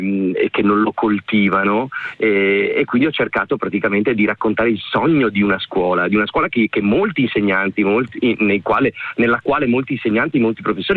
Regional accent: Vicenza, Veneto, Italy; io sono vicentino di origine

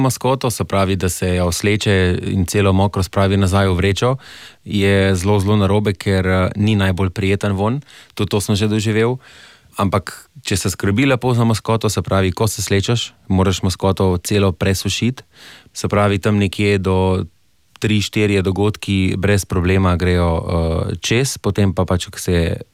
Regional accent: Ljubljana, Central Slovenia, Slovenia; prihajam iz Ljubljane.

